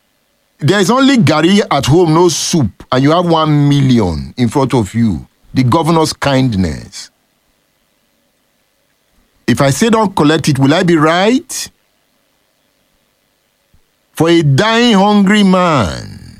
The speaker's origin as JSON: {"language": "English", "town": "Benin City", "region": "Edo", "country": "Nigeria", "tie": "born or raised there", "moved": "yes", "said": "I was born in Benin City. The Benin City I grew up in and the Benin City now is still the same."}